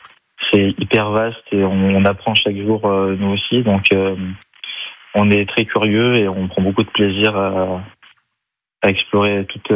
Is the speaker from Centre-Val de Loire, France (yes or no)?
no; Auvergne-Rhône-Alpes, France; Alors nous, on est originaire de la Haute-Loire, de Saint-Germain-le-Mont, donc on est à 20 minutes, c'est à côté.